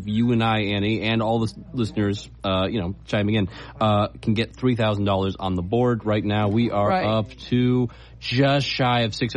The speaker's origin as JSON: {"language": "English", "town": "Agawam", "region": "Massachusetts", "country": "United States", "said": "But, I'm from Agawam."}